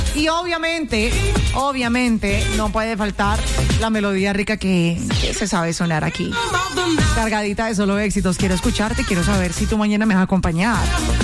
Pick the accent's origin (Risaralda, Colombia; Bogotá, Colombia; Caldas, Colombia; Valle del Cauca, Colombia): Valle del Cauca, Colombia; Cali; como buenos caleños que somos, que nos encanta la rumba, que nos encanta el alboroto, que nos encanta el foforro